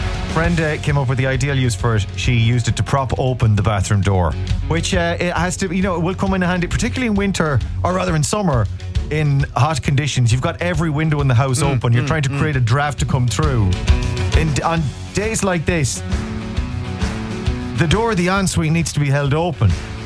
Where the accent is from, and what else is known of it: Ireland